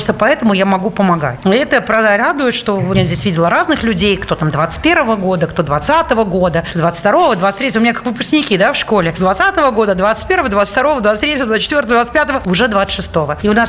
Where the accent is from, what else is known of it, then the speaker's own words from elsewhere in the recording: Belarus; moved away; мы такие белорусы